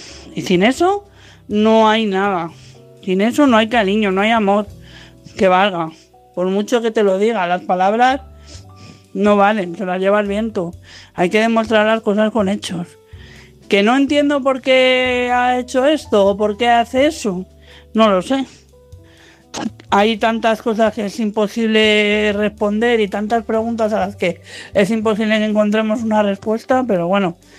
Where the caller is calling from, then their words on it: Madrid, Community of Madrid, Spain; de Madrid